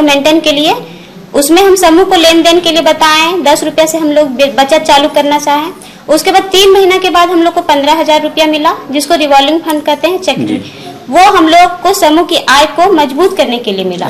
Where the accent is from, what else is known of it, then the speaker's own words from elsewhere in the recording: Jarba, Jharkhand, India; और मेरा समूह का नाम है गौरी महिला समूह, उसमें मैं पुस्तक संचालक हूँ और हमारे गाँव का नाम है जरबा।